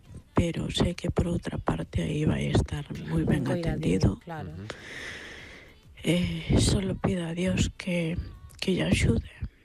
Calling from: Teo, Galicia, Spain

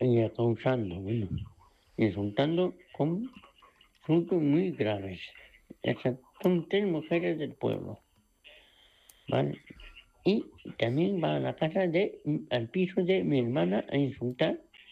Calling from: Poio, Galicia, Spain; de Pollo de Pontevedra.

